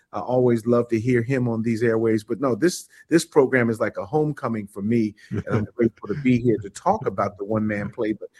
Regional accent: Cincinnati, Ohio, United States; In my hometown, there was a big AM station, WCIN

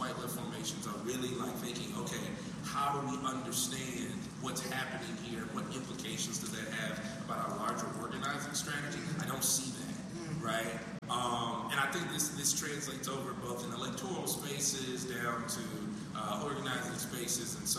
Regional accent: Nashville, Tennessee, United States; Only thing I would add to this is I come from the South, right? I'm coming from Nashville, Tennessee, a state where in Oak Ridge, the nuclear bomb was conceived.

